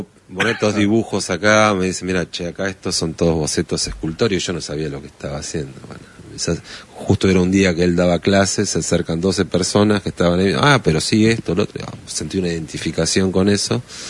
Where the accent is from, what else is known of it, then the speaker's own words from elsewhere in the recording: Lincoln, Buenos Aires Province, Argentina; Vengo de Lincoln. Lincoln.